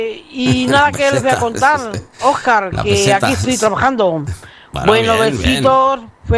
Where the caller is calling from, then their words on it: Miguel Esteban, Castilla-La Mancha, Spain